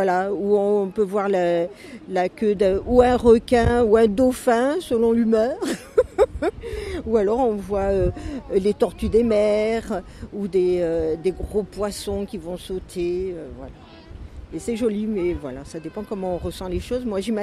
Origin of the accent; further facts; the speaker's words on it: Le Mans, Pays de la Loire, France; Quand j'étais enfant, j'habitais au Mans et donc, avec mes parents, on venait visiter un petit peu.